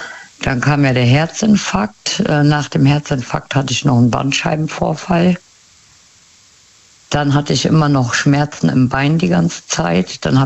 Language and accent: German; Westerwald, Germany; Aus dem Westerwald.